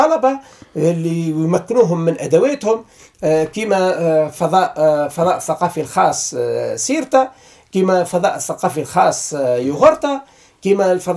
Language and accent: Arabic; Tunisia; وبالتالي احنا ما احناش احنا كلنا ولاد تونس